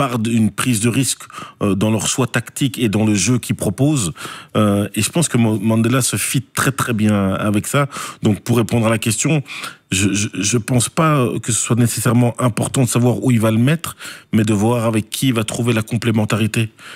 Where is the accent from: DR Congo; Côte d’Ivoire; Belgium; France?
Belgium; chez nous en Belgique